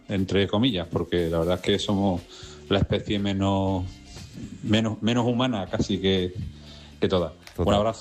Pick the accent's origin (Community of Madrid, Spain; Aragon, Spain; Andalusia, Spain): Andalusia, Spain; Seville